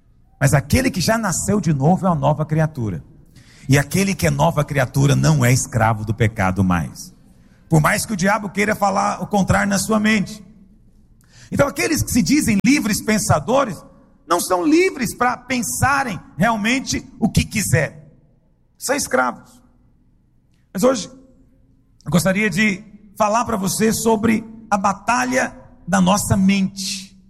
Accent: Goiânia, Goiás, Brazil; De onde você é? Ah, sou de Goiânia. Ah, Goiânia, já estive lá.

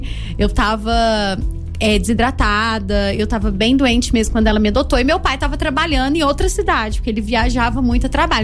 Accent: Catalão, Goiás, Brazil; born there; eu nasci em Catalão, mas a minha família de origem, ela é de Davinópolis.

